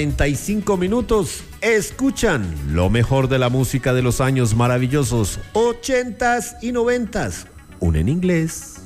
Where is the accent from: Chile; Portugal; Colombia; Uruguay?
Colombia; Boyacá; hay que sentirnos orgullosos de lo que somos, boyacenses.